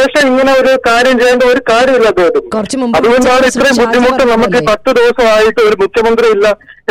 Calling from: Pathanapuram, Kerala, India; ഞാൻ പത്തനാപുരമാണ്.

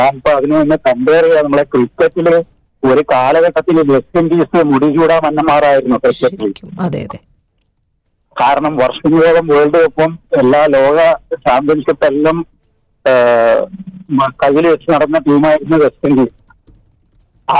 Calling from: Karthikappally, Kerala, India; Nadu Alappuzha

